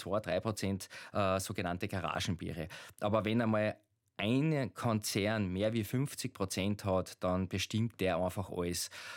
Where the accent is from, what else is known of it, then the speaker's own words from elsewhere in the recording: Schladming, Styria, Austria; wie Gösser oder wo ich herkomme, Schlappminger Bier und viele bekannte Marken.